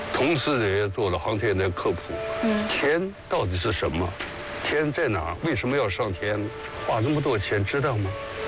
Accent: China; 我们中国人在这块不能落后，

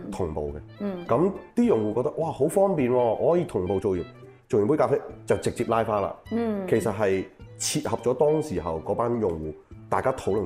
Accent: China; 因為我哋睇到我哋中國人嘅進步好快

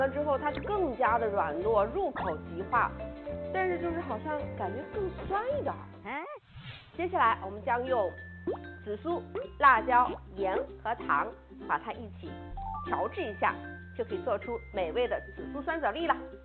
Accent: Hunan, China; 很适合我们湖南人的口味

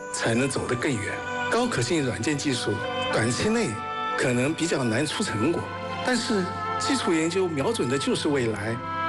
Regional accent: China

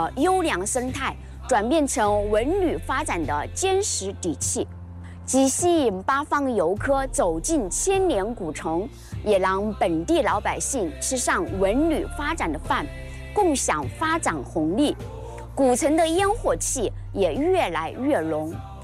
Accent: Jingzhou, Hubei, China; 作为土生土长的荆州人

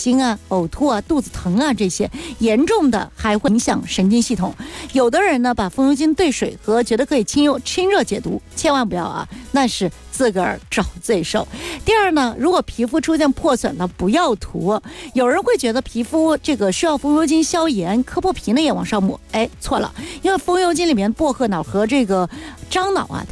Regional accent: Guangdong, China; 咱们广东人

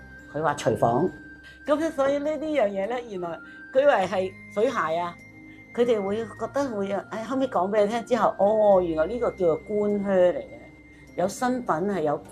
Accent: Macau; 我呢就是澳门土生土长的，但是呢就是我是佛山人

